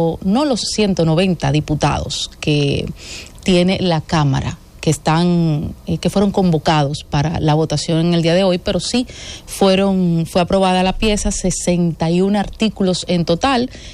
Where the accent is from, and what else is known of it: Dominican Republic